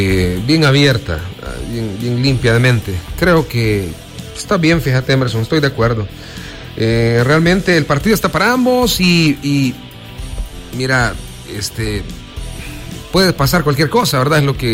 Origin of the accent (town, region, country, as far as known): El Salvador